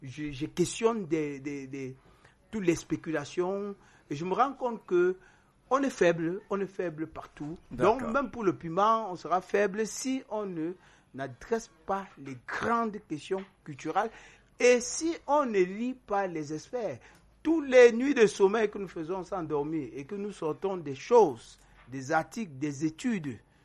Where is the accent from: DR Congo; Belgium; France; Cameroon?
Cameroon; Parce qu'on a l'habitude, chez nous au Cameroun, de mettre les charrues avant les bœufs.